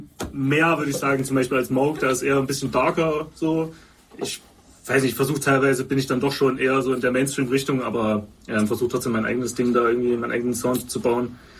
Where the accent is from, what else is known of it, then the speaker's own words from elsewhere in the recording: Leipzig, Saxony, Germany; weil der Stadtteil, wir kommen aus Bülitz-Ehrenberg, ist 04178, die Postleitzahl.